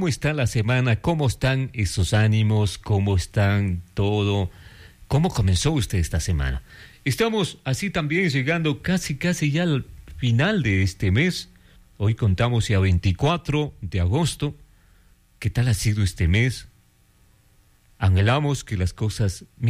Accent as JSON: {"language": "Spanish", "country": "Ecuador"}